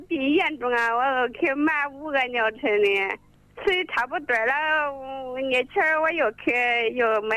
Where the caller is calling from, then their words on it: Xiangyang, Hubei, China; 我襄阳的。